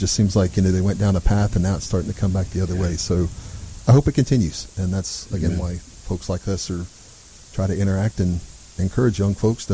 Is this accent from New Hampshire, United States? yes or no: no; Texas, United States; I'm from Texas